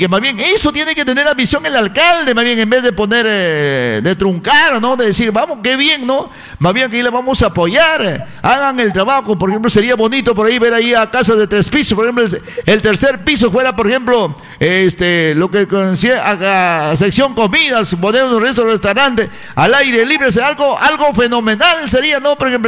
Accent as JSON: {"language": "Spanish", "area": "Utcubamba Province", "region": "Amazonas", "country": "Peru", "said": "Somos la provincia de Cubamba la más grande"}